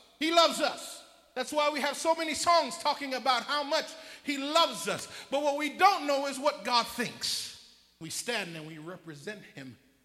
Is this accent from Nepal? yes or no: no; Jamaica; Before I am Jamaican, before I am male, before I am black, before I am anything else, I am a child of God.